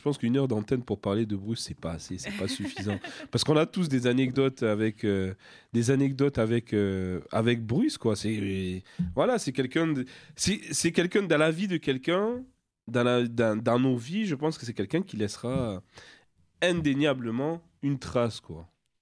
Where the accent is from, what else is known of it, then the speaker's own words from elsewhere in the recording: Toulouse, Occitanie, France; accent: léger accent; now in Paris, France; Moi aussi, je suis originaire du Sud, mais de l'autre côté du Sud-Ouest. Je viens de Congolais, donc, mais a grandi à Toulouse. Donc, j'ai un léger accent.